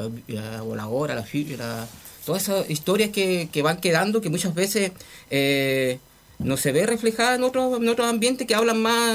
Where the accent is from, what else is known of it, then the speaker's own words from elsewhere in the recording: Los Lagos, Chile; la gran mayoría somos todos de Caulín, sector rural